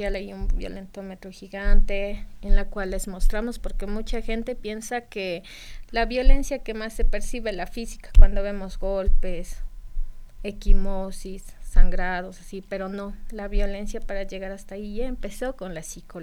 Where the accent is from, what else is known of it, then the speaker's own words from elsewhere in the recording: Cotacachi, Imbabura, Ecuador; moved away as an adult; now in Cayambe, Ecuador; De Cotacachi, de oriunda de Cotacachi.